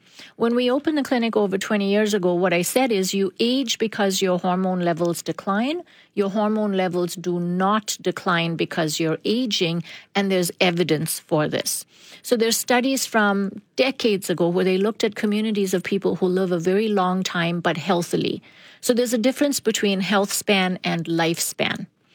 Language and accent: English; South Africa; moved away as an adult; I'm from South Africa